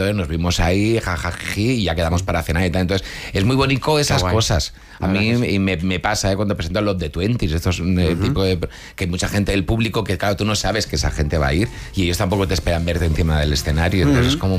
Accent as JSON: {"language": "Spanish", "town": "Barcelona", "region": "Catalonia", "country": "Spain", "moved": "as an adult", "lives_now": "Madrid, Spain", "said": "yo soy de Barcelona, me vine a Madrid con 18 años."}